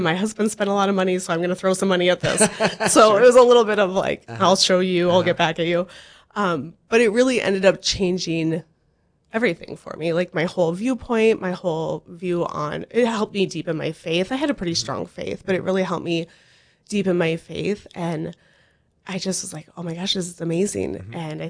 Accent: Buchanan, North Dakota, United States; moved away as an adult; also born or lived in Wahpeton / Valley City; now in Courtenay, United States; I'm originally from Buchanan

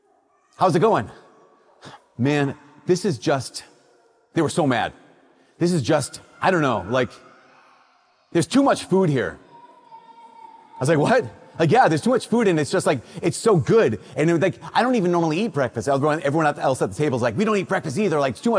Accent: Minnesota, United States; We're from Minnesota.

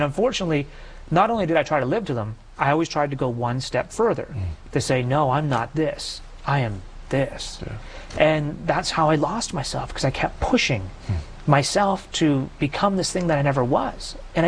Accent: Canada; As a Canadian, we played road hockey nonstop, and Sunday was my day to play road hockey.

